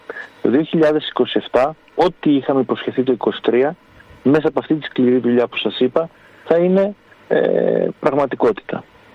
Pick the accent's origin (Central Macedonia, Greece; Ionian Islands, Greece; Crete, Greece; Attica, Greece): Central Macedonia, Greece; Thessaloniki